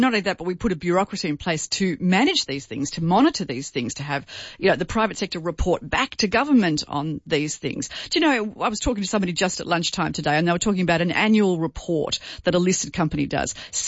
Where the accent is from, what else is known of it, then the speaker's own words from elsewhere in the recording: Victoria, Australia; and I'm from Victoria, where, you know, our prosperity.